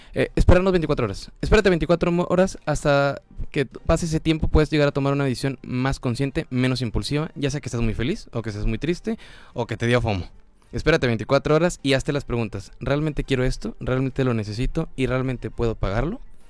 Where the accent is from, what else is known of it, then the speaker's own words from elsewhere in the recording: Monterrey, Nuevo León, Mexico; Prefiero, mira, una carnita asada como buen regio.